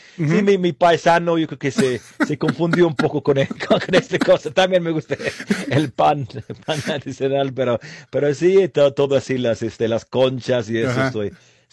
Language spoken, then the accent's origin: Spanish; England, United Kingdom; Yo, como soy de Inglaterra